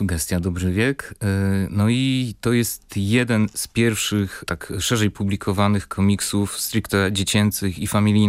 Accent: Podlaskie Voivodeship, Poland; cały czas obracałem się wokół takich opowieści z moich rodzinnych stron, z Suwalszczyzny.

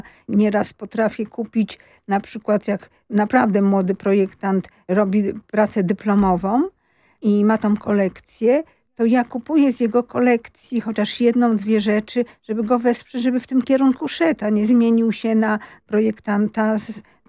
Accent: Łódź, Łódź Voivodeship, Poland; U nas w Łodzi.

